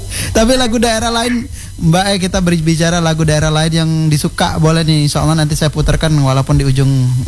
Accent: Jambi, Indonesia; saya orang Jambi.

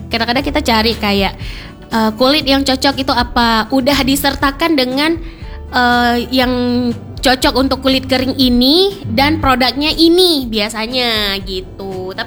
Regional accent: Aceh, Indonesia; kita orang Aceh ya

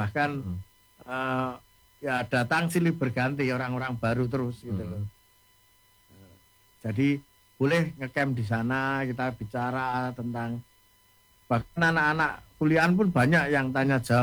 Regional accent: Java, Indonesia; Tapi sebagai orang Jawa, apapun tahun kedepannya itu harus optimis.

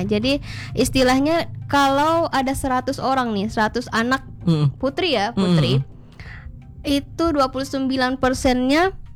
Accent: Mempawah, West Kalimantan, Indonesia; Cuman tuh aku kan dari Mempawah ya.

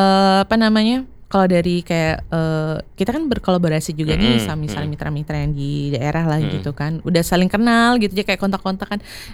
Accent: Palembang, South Sumatra, Indonesia; moved away; Betul, karena aku orang Palembang gitu kan. Karena aku pindah.

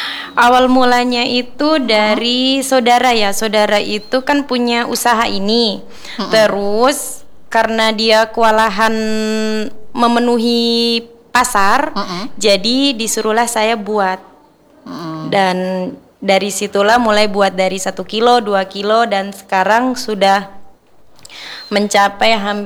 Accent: Java, Indonesia; kita orang Jawa

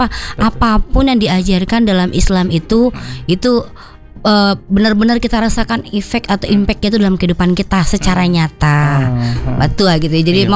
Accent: West Sumatra, Indonesia; orang kita sebagai orang Minang tetap kita bapaci ya dengan adat besan syarat-syarat besan di kitabullah. Dimanapun kita berada, orang Minang itu identik dengan Islam

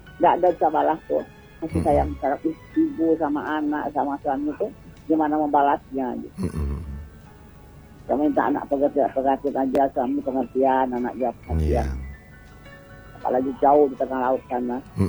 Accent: Padang, West Sumatra, Indonesia; Jadi kami di rumah itu walaupun kami orang Padang ya, jadi kami tidak berbahasa Padang gitu ya, berbahasa Indonesia.

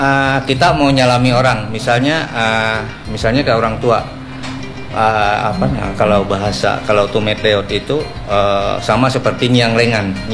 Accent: Central Kalimantan, Indonesia; now in East Kalimantan, Indonesia; saya orang Dayak Maanyan, tapi sudah di perantauan ini kurang lebih 32 tahun.

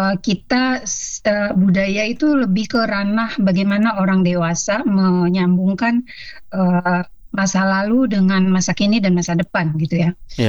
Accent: West Sumatra, Indonesia; Saya orang Minang

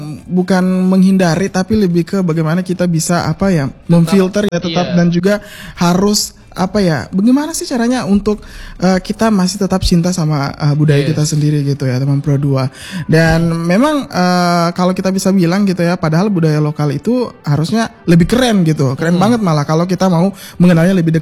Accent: Central Sulawesi, Indonesia; Ada berapa orang kita orang Kaili di sini, tapi itu udah beda-beda Kaili lagi tuh.

